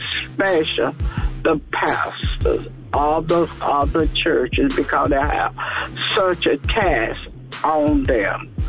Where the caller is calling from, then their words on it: Turkey, North Carolina, United States; I live in Turkey, North Carolina, between Warsaw and Clinton.